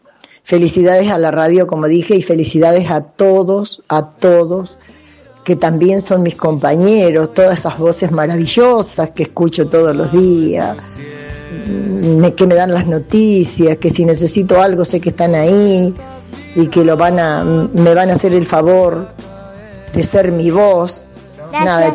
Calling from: Santa Fe, Argentina; de María Selva.

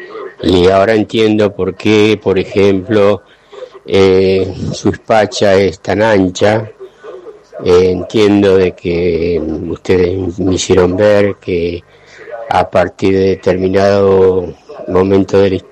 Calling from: Santa Fe, Argentina; de Barrio Roma

